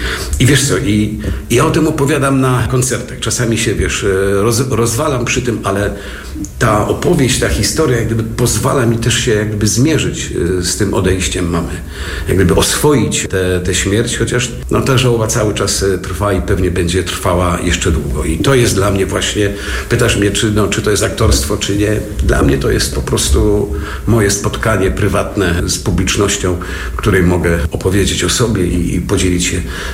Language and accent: Polish; Strzelce Opolskie, Opole Voivodeship, Poland; born there; Moja mama była w Strzelce Opolskim, gdzie się urodziłem, kierowniczką kadr w fabryce mebli.